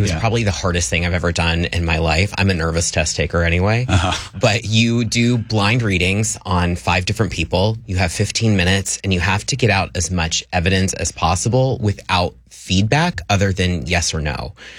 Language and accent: English; Ohio, United States; I grew up in Ohio in a conservative family.